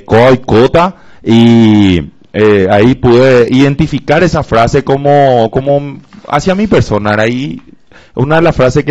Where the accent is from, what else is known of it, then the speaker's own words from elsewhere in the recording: Pedro Juan Caballero, Amambay, Paraguay; nacido y crecido en Pedro Juan Caballero.